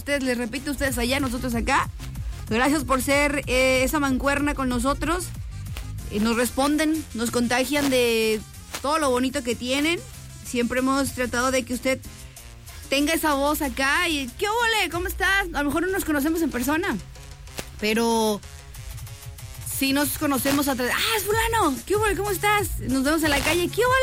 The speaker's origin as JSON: {"language": "Spanish", "country": "Mexico", "said": "En este ya 14, ¿qué es lo que más nos representa como mexicanos?"}